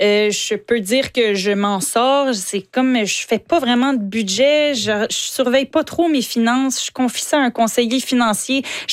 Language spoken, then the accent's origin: French; Quebec, Canada; je suis québécoise, j'ai grandi en écoutant les Canadiens de Montréal à la télé petite avec mon papa.